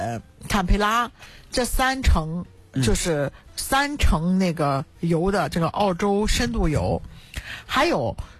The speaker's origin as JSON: {"language": "Chinese", "town": "Qingdao", "region": "Shandong", "country": "China", "tie": "born or raised there", "said": "可能对于我们青岛土生土长的来说也就那么回事儿。"}